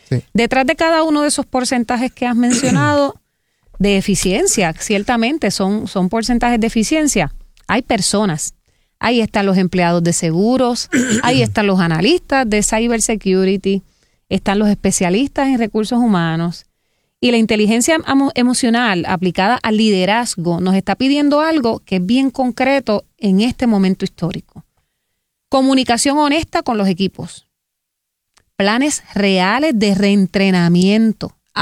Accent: Puerto Rico

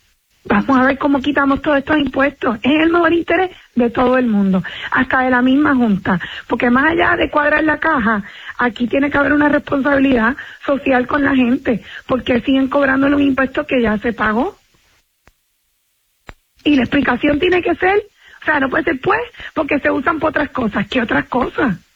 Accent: Puerto Rico; todo el mundo estaba celebrando que somos boricuas.

